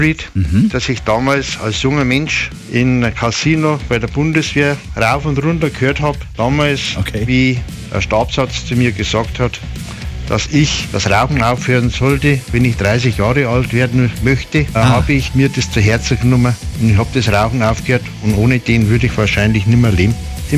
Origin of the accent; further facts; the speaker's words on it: Reitkenbuch, Bavaria, Germany; bin aus Reitkenbuch, das ist in Mittelfranken.